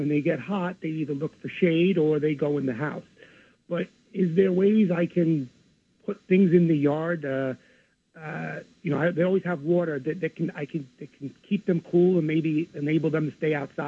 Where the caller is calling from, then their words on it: New York, United States; from Staten Island.